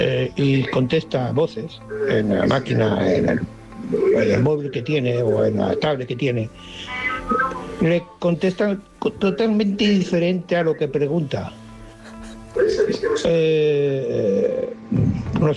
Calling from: Barcelona, Catalonia, Spain

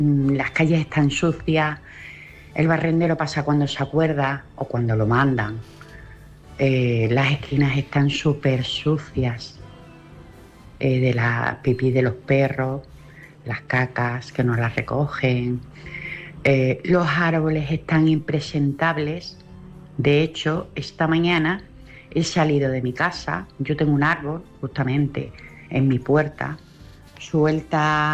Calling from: Cáceres, Extremadura, Spain; soy vecina de La Cañada

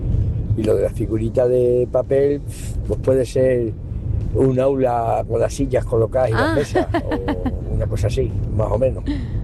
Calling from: Extremadura, Spain; yo como vivo en un pueblo pequeñito al lado de Cáceres, Sí. de 900 habitantes, pues íbamos a esc

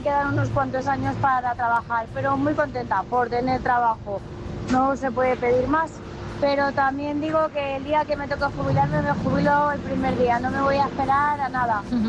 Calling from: Chiva, Valencian Community, Spain; Buenas noches … de Chiva.

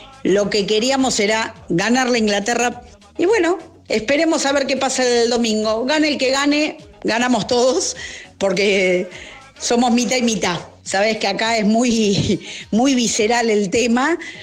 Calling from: Argentina; Los nacidos acá vamos a hinchar por Argentina. En el caso mío, mamá de Añaro, papá de Viñera de Abajo.

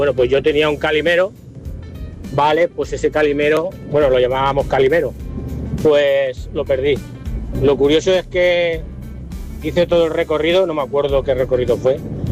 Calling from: Valencia, Valencian Community, Spain

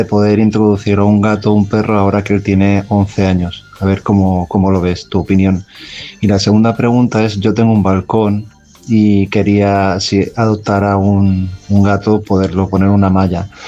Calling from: Palma de Mallorca, Balearic Islands, Spain; Hola Carlos y compañía, hola. … de Palma de Mallorca.

